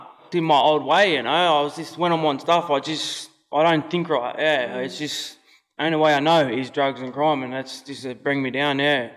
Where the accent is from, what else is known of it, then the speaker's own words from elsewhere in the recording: Newcastle, New South Wales, Australia; I'm from Newcastle. My tribe's Warramai.